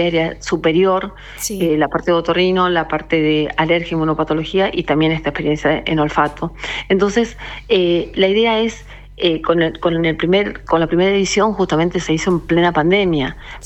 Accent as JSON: {"language": "Spanish", "town": "Bella Vista", "country": "Argentina", "moved": "yes", "lives_now": "Buenos Aires, Argentina", "said": "yo soy de Bellavista, pero estoy en Buenos Aires y repartida entre Buenos Aires y Bellavista"}